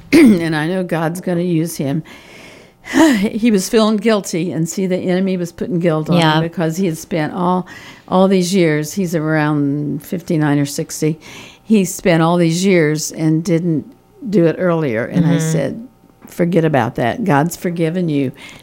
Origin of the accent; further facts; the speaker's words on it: Indiana, United States; I come from Indiana.